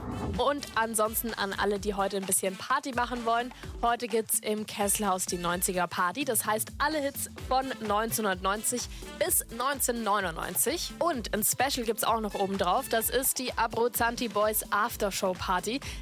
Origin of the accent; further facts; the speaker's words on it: Augsburg, Bavaria, Germany; Macht man als Augsburger viel zu selten